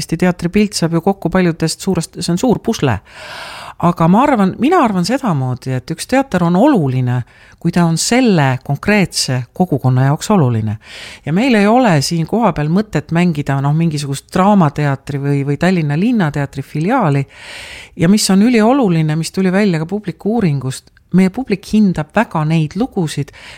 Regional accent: Saare County, Estonia; Mina olen siit pärit, ma olen pärit maalt, mina lõpetasin Orissere keskkooli.

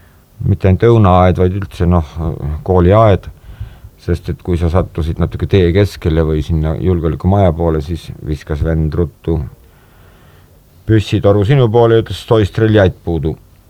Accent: Paide, Järva County, Estonia; hakkasin ma ikka mäletama asju oma lapsepõlves Paide linnas

